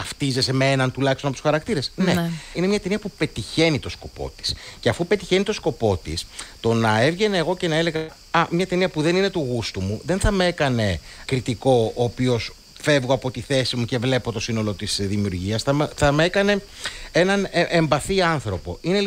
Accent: Greece

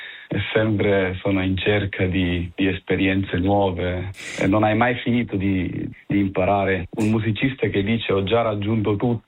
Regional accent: Germany; Siccome sono nato in Germania, penso in tedesco, dico sempre che ho la testa tedesca però il cuore italiano. Sono cresciuto in una casa italiana, i miei genitori parlano italiano

